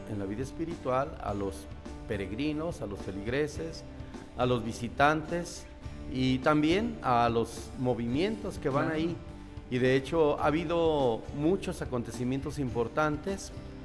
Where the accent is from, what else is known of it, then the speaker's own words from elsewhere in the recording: Mexico; nuestros mártires mexicanos